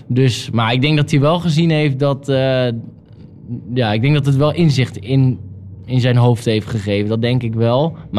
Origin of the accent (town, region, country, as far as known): Netherlands